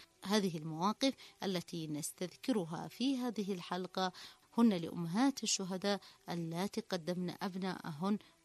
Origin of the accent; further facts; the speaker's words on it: Yemen; طبعا هذه الجريمة لاقت إدانات واستنكار واسع لهذه الجريمة التي حدثت في بلادنا اليمن